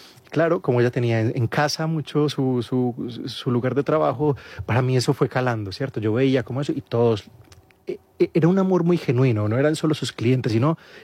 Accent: Medellín, Antioquia, Colombia; born there; also born or lived in Marinilla / Manizales / Turbo / Montería; Yo nací en Medellín, después de eso mis padres se fueron a Marinilla, que es un, haz de cuenta, como decir, vivo en la sierra, uh-huh. y ahí vivimos yo creo que los primeros años de mi vida.

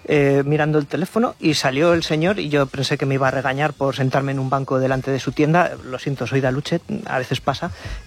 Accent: Lorca, Region of Murcia, Spain; Mi tierra.

